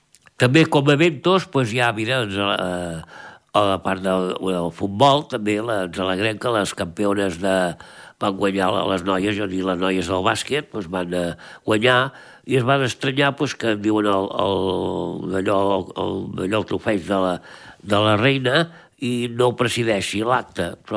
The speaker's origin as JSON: {"language": "Catalan", "town": "Argentona", "region": "Catalonia", "country": "Spain", "said": "al meu poble, a l'Argentona"}